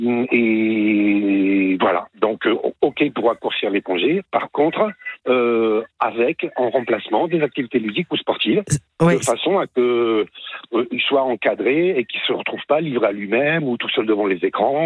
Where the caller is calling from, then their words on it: Toulon, Provence-Alpes-Côte d'Azur, France; Je s'appelle de Toulon.